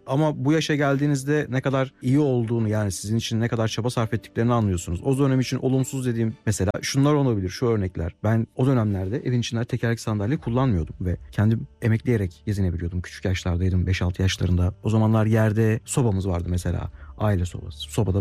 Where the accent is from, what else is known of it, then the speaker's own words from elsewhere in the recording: Akhisar, Manisa, Turkey; now in Istanbul, Turkey; 1992 Manisa Akhisar doğumluyum. İlk örtümü ve orta öğrenimimi Akhisar'da tamamladım.